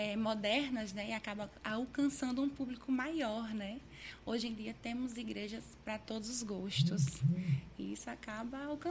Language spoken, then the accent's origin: Portuguese; Macaíba, Rio Grande do Norte, Brazil